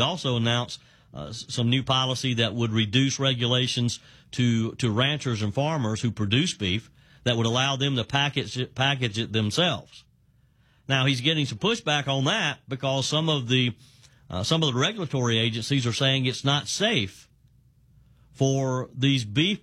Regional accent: South Carolina, United States; say in my home state of the upstate of South Carolina, you got a farm here in the upstate

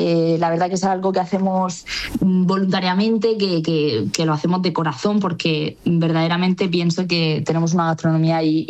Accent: Region of Murcia, Spain; moved away as an adult; now in Miami, United States; sí que somos murcianos

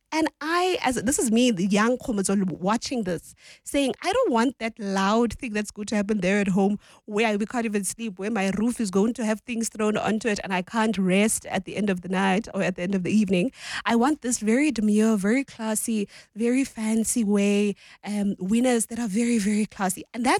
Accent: Soweto, Gauteng, South Africa; So it's true, I am from Orlando, Soweto, not far from Epazapaza, Ngaseleven. That is my home. In fact, my family still lives there

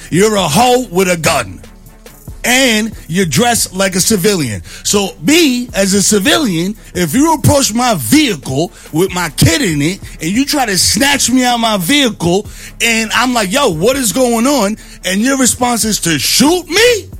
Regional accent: New York City, New York, United States; The Bronx in particular, my hometown.

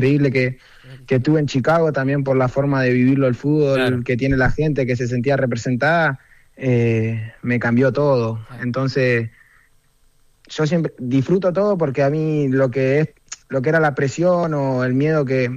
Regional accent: Carmen de Patagones, Buenos Aires Province, Argentina; now in Buenos Aires, Argentina

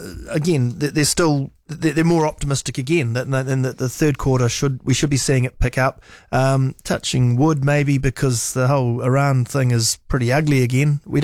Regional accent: Christchurch, Canterbury, New Zealand; A lot of it, I'm from Christchurch, so I can say this.

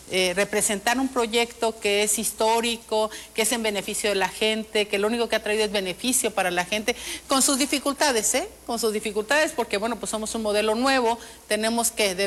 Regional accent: Michoacán, Mexico; le dedico a las mujeres de mi tierra, a las mujeres de la Tierra Caliente y la Sierra Costa de Michoacán

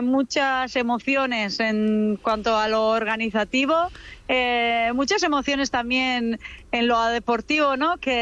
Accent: Basque Country, Spain; para nosotros como vascos

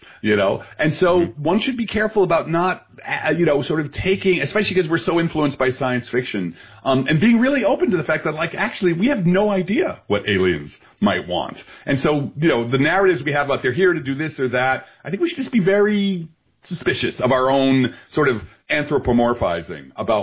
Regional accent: Belleville, New Jersey, United States

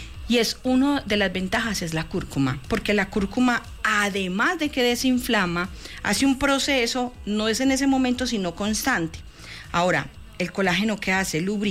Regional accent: Colombia; Pero seguimos insistiendo en que todos somos colombianos, todos.

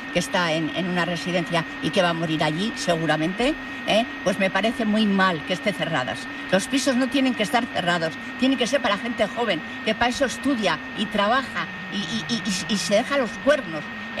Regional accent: Bilbao, Basque Country, Spain; also born or lived in Burceña; Yo soy de Recalde, Tarra.

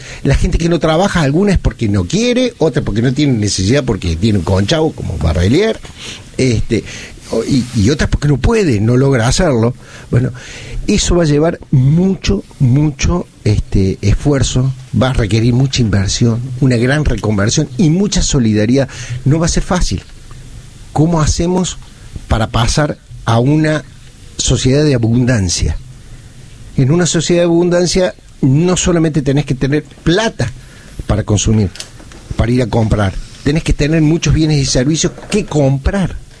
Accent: Argentina

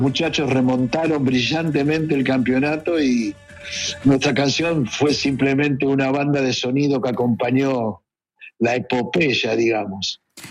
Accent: Argentina; los argentinos somos muy cabulosos

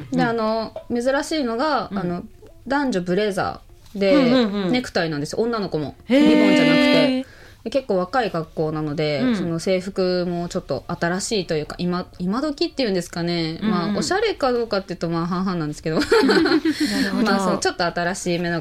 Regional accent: Kanzaki District, Hyogo, Japan; born or raised there; moved away; also born or lived in Himeji

